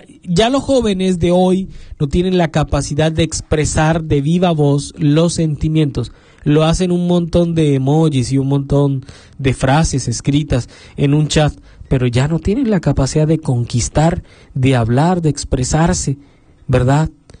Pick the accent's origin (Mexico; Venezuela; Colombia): Colombia; Yo que soy de Colombia